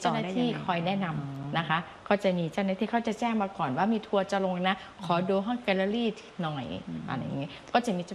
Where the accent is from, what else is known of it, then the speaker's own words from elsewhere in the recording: Ubon Ratchathani, Thailand; born there; เราเกิดที่จังหวัดอุบล